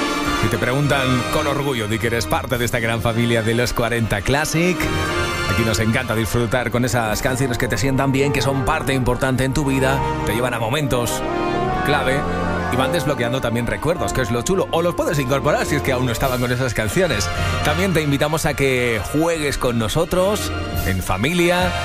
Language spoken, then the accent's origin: Spanish; Valencia, Valencian Community, Spain; Este sábado actúan en Valencia, en mi tierra